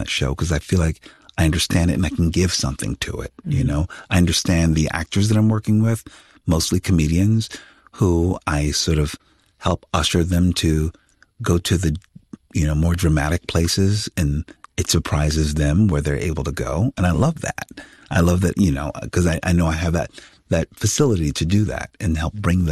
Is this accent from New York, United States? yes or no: no; Philadelphia, Pennsylvania, United States; I come from a very humble place. I come from